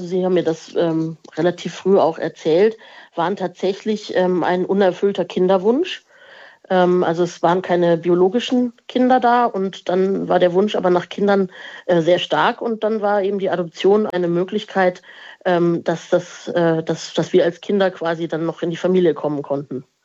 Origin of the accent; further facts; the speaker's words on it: Germany; also born or lived in Indonesia; now in Eichstätt, Germany; Ja, das kann ich ganz klar beantworten, dass ich mich als Deutsche fühle. Das liegt tatsächlich erstens daran, dass ich noch sehr jung war, als ich adoptiert wurde.